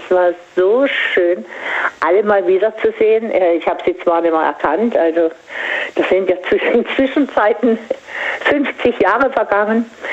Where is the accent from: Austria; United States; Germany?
Germany; Singen, Baden-Württemberg; ich komme ja aus Singen